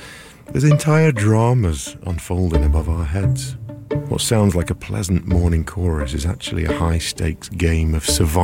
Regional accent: England, United Kingdom; now in United States; When I was 8, growing up in England, I was already really into birds.

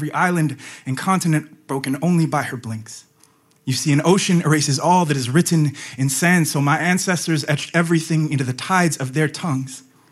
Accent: Honolulu, Hawaii, United States; Honolulu, Hawaii.

